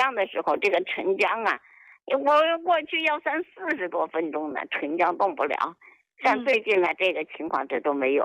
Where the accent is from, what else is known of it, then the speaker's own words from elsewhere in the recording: Anshan, Liaoning, China; 哎，我是鞍山的。